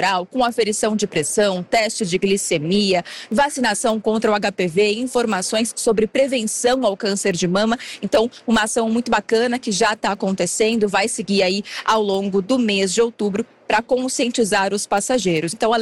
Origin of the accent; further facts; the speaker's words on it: Rio de Janeiro, Brazil; now in Pernambuco, Brazil; eu sou carioca, mas moro em Pernambuco há 25 anos. Então é de coração. Eu sou meio lá, meio cá.